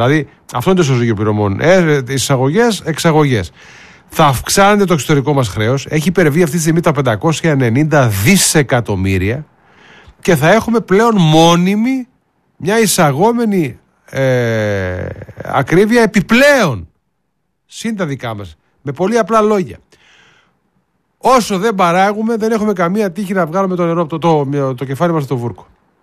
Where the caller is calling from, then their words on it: Chalkida, Central Greece, Greece; από Χαλκίδα.